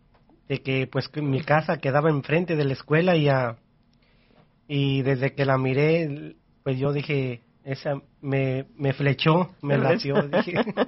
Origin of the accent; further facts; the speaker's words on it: Michoacán, Mexico; now in Sacramento, United States; Somos de Michoacán